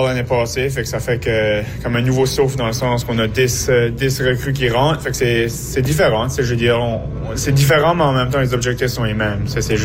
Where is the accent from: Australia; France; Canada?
Canada; New Brunswick; Moi, je suis acadien, je viens d'ici la région. J'ai grandi en écoutant